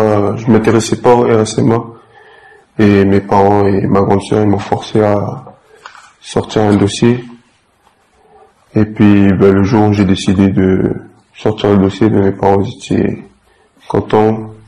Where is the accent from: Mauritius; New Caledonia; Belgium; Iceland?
New Caledonia; Magenta, South Province